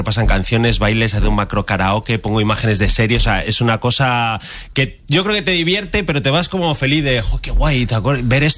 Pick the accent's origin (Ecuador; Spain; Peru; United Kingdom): Spain; León, Castile and León; Entonces, claro, yo mis anécdotas, mi manera de hablar, mis cosas son todos de mis amigos de León, entonces sin querer los ejemplos, todo viene de ahí, entonces al final se me escapa.